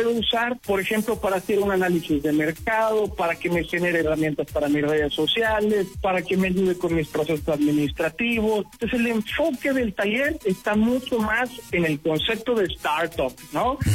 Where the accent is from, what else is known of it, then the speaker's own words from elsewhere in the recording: Mexico; Muy contento como mexicano, como latino, de tener la oportunidad de ir a compartir de estos temas